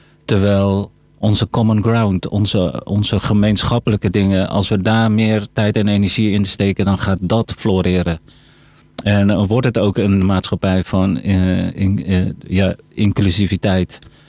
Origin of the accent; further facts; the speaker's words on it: Netherlands; Dutch is a second language; geboren en getogen in de Molukse gemeenschap. En ik sprak pas Nederlands vanaf mijn zesde.